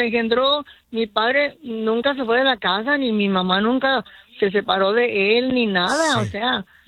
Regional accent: Tijuana, Baja California, Mexico; now in United States; Pues teníamos tías que ya estaban acá en el otro lado porque nosotros crecimos en Tijuana.

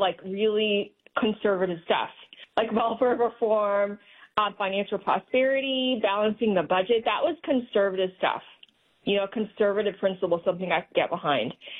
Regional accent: Sheffield, Yorkshire and the Humber, United Kingdom; now in United States; I'm from England, actually.

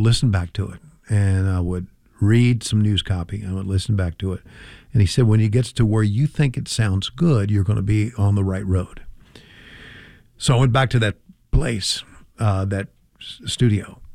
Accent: Virginia, United States; I grew up in Virginia, and I was a wrestling fan for many, many, many years

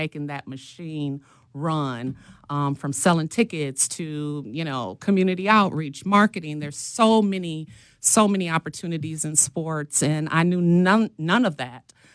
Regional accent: Milwaukee, Wisconsin, United States; Who grew up in Milwaukee, Wisconsin on 40th and Hampton. I attended Bayview High School.

